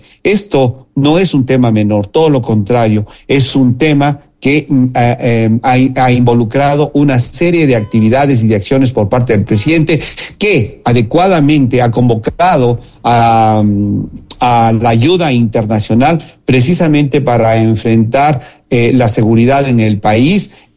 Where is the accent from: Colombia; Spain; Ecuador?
Ecuador